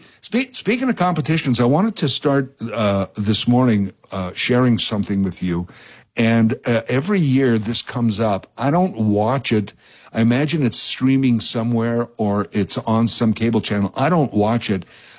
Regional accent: Canada; I mean, it's a great part of being a Canadian is having two seasons, hockey season and the off season.

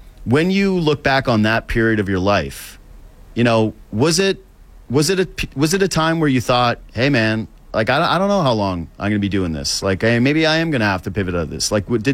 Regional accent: Whitehorse, Yukon, Canada; moved away; Yeah, no, I'm from Whitehorse, Yukon originally, and so I spent a lot of time in Alaska, especially as a kid.

